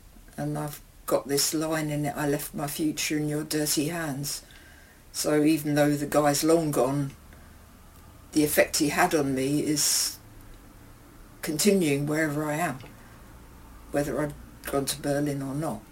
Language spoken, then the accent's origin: English; England, United Kingdom; moved away; I definitely get more positive attention, especially as a musician, for being English. I think people find it a little bit exotic, which is flattering, because I never thought of myself as exotic when I was living in England.